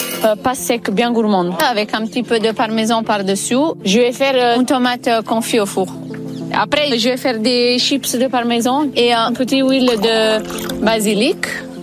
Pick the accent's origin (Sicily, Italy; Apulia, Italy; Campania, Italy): Campania, Italy; Naples; moved away; j'ai grandi à Naples avec mes parents